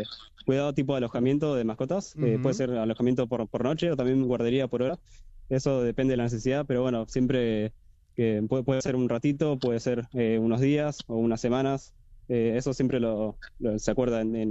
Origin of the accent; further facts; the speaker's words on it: Lanús, Buenos Aires Province, Argentina; now in Quilmes, Argentina; Bueno, yo soy de Lanús. Recientemente me mudé a Quilmes. Ahora estoy en Lanús igual.